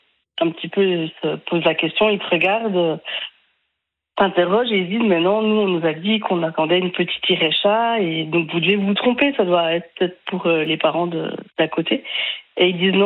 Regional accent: Switzerland; also born or lived in Sri Lanka; now in France; Je suis suisse, j'ai déménagé il y a 11 ans et demi à peu près en Île-de-France.

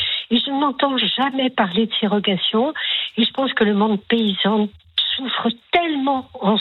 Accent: Collonges-au-Mont-d'Or, Auvergne-Rhône-Alpes, France; moved away; quand j'étais enfant, j'habitais Collonges au Mont-d'Or, une ville connue pour le chef Paul Bocuse.

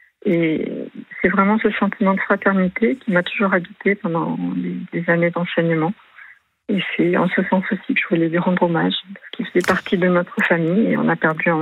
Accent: Toulouse, Occitanie, France; Vous savez, moi je suis toulousaine, la Toulouse, oui.

